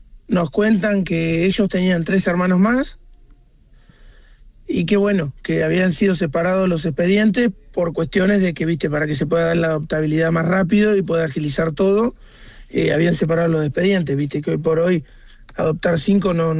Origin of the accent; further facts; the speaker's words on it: Henderson, Buenos Aires Province, Argentina; Somos de Henderson, provincia de Buenos Aires.